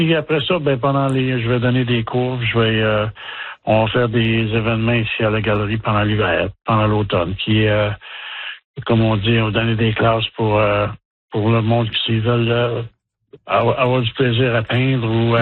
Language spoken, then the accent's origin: French; Montreal, Quebec, Canada; j'ai grandi à Montréal